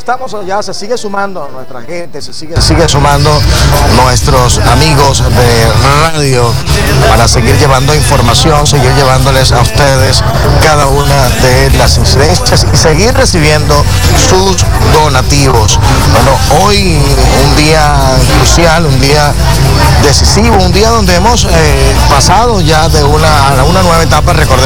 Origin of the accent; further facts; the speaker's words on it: Venezuela; necesitan de nuestra unión y hermandad como venezolanos